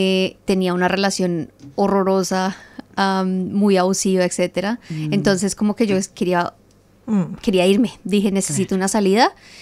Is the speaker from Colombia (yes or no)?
yes; Colombia; moved away as an adult; now in Australia; Soy colombiana. Yo en Colombia trabajaba en el aeropuerto como asistente de exportaciones